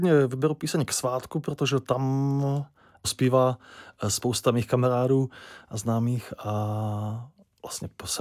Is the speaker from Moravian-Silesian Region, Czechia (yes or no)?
yes; Bruntál, Moravian-Silesian Region, Czechia; Odkud pocházím, a vlastně některé ty texty vznikaly právě kousek za městem, za Bruntálem, takže ten odkaz je na Bruntál